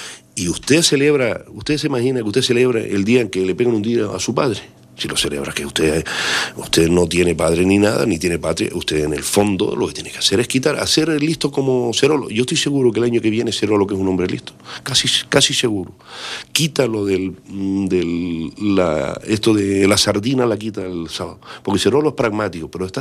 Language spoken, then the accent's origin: Spanish; Artenara, Canary Islands, Spain; moved away; also born or lived in La Laguna, Tenerife; A mí tengo la ventaja de haber nacido, vivido mi infancia en Artenara, que es un pueblo precioso.